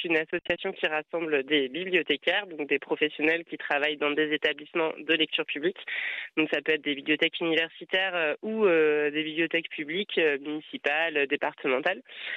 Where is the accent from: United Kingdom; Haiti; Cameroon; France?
France; Brittany; je suis bretonne, je l'exerce dans les Côtes d'Armor, à Fréhel.